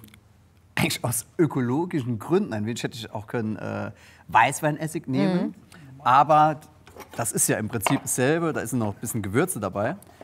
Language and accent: German; Blieskastel, Saarland, Germany; ich bin ja aus Bieskastel